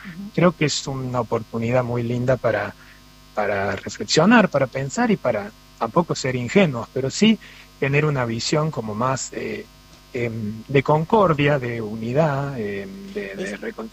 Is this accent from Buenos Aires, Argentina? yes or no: no; Córdoba, Argentina; now in Italy; Soy cordobés y no sé si se siente